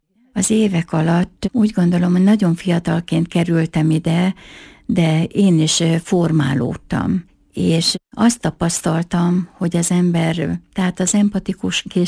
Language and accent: Hungarian; Jász-Nagykun-Szolnok, Hungary; born there; now in Miskolc, Hungary